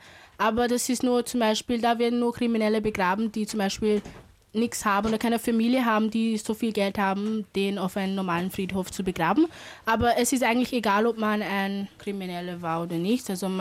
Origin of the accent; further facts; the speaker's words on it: Jamaica; ich komme aus Jamaika. Ich bin 14 Jahre alt und besuche Theodor Grauer Gymnasium.